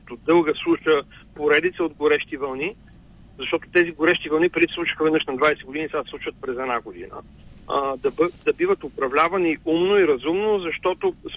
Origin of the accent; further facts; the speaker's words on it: Northwest Bulgaria, Bulgaria; и аз съм от Северозапада, моите родители, и аз имам родини, които работят в Козлодуй